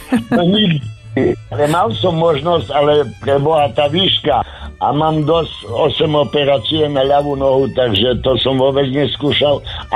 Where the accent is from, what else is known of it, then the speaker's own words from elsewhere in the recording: Červenica, Prešov Region, Slovakia; lebo som roda z Červenice